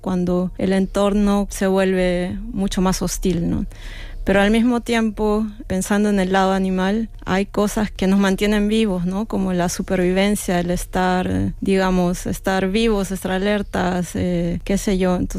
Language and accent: Spanish; Lima, Peru; now in Norway; porque vengo de una ciudad, yo soy de Lima, una ciudad donde los animales están abandonados, están maltratados o son las mascotas, ¿no?